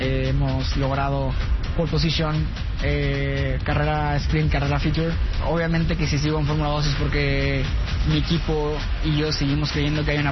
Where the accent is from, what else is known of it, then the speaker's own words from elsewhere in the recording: Mexico; moved away; Pues salí de México y salí prácticamente ganando todo lo que corría. Fui a Estados Unidos, gané el campeonato de Estados Unidos.